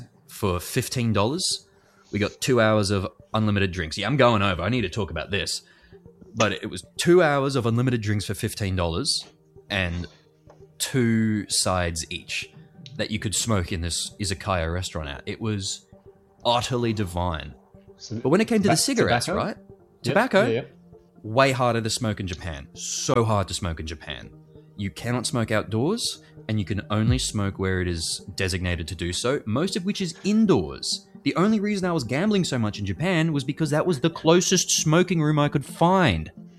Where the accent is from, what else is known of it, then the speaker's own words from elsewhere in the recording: Australia; And I feel like as an Australian, that should not be the case.